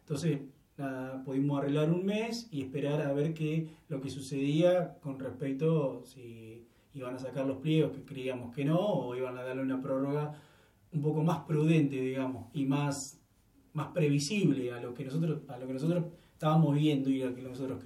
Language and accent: Spanish; Argentina